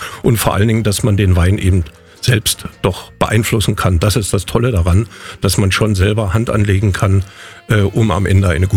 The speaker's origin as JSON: {"language": "German", "town": "Fehrow", "region": "Brandenburg", "country": "Germany", "tie": "born or raised there", "also_born_or_lived": "Cottbus", "lives_now": "Guben, Germany", "said": "Also ich bin in Cottbus geboren und im Spreewald, also in der Gemeinde Fehrow, groß geworden. Und ja, vor 34 Jahren von meiner Frau nach Guben verschleppt worden."}